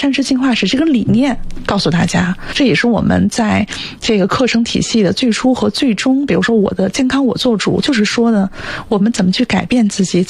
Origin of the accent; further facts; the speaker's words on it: Northwest China, China; 对，你看我们家现在馒头面条，因为我们是西北人嘛，本来就擅长这个碳水，但是就基本上都是自己做。